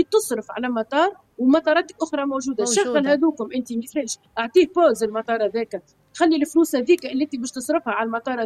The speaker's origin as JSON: {"language": "Arabic", "country": "Tunisia", "said": "انا بنت تونس، انا ننفع تونس"}